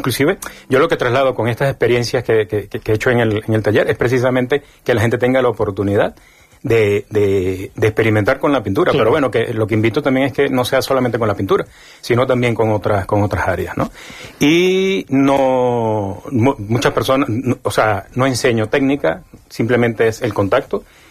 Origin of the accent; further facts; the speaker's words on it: Venezuela; moved away as an adult; now in Alcalá de Henares, Spain; soy de Venezuela de origen, llegué hace 11 años